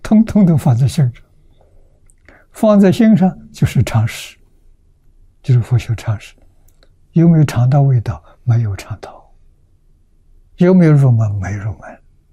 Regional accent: China; 我们中国人

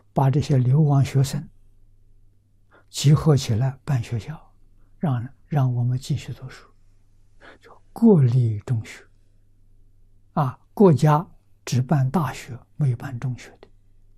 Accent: Nanjing, Jiangsu, China; moved away; 所以我就回到南京。到南京继续上学

